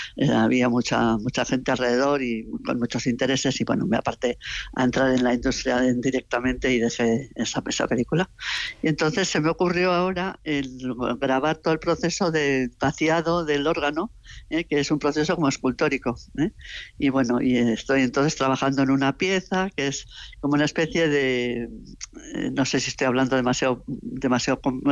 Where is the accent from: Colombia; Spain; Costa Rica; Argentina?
Spain; Alsasua, Navarre; born there; yo nací en Alsasua